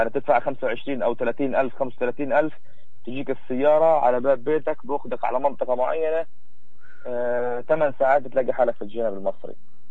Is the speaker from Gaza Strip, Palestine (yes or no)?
yes; Gaza Strip, Palestine; زي كل يوم في شهداء عندنا في غزه